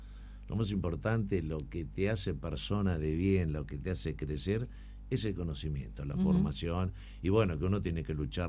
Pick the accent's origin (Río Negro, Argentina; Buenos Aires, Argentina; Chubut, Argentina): Buenos Aires, Argentina; born there